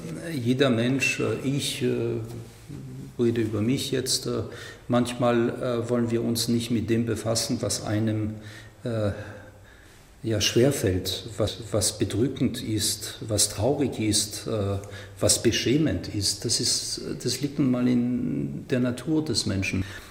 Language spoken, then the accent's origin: German; France; German is a second language; Ich komme aus Frankreich. Mir ist es sehr wichtig. Nicht nur Deutschland hat ein Problem mit seiner Vergangenheit, sondern auch Frankreich.